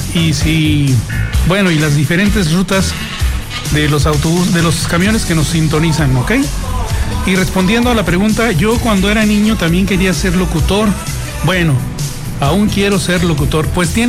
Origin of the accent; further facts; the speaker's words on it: Jerez, Zacatecas, Mexico; also born or lived in Germany; Yo soy de Alemania. Pero de muy chiquito me trajeron a Jerez.